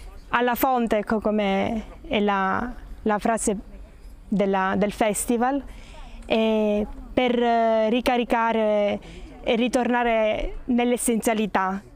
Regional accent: Calabria, Italy; vengo dalla Calabria.

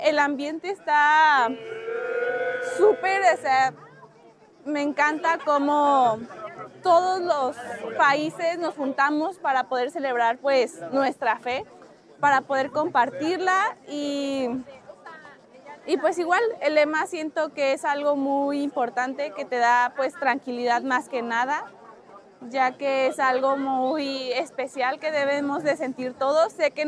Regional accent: Jalisco, Mexico; soy de Jalisco, México.

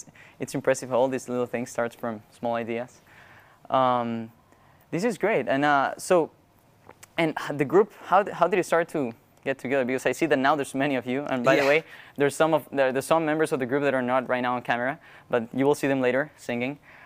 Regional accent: Chile; moved away; I am also from Chile, so this is very special. I actually grew up seeing some of these people sing in the church that I used to attend when I was a little kid.

